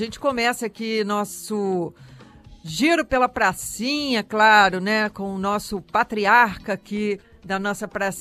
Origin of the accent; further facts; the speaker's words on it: São João Nepomuceno, Minas Gerais, Brazil; moved away; lá em São João, Nepomuceno, lá na minha terra